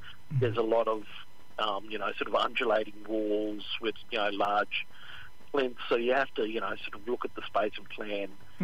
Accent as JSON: {"language": "English", "region": "Queensland", "country": "Australia", "tie": "born or raised there", "said": "Well, I grew up on First Island, family from Moa Island, up in Torres Straits"}